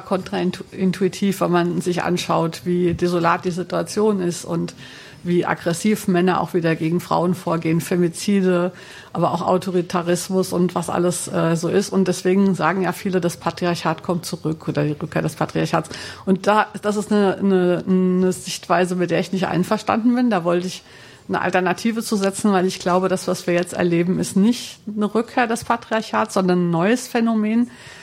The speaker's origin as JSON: {"language": "German", "town": "Frankfurt", "region": "Hesse", "country": "Germany"}